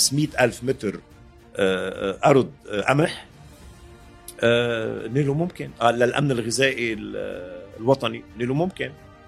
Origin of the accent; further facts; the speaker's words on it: Tripoli, North Governorate, Lebanon; عم ننادي لمشاريع في لبنان من طرابلس. بالوقت نفسه طبيعي أنه نحن ننطلق من هون كأولاد هالمنطقة